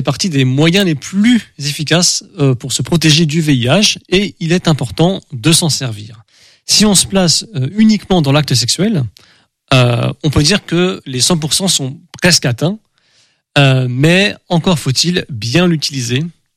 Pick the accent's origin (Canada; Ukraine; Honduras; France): France; accent: French; Avec mon accent français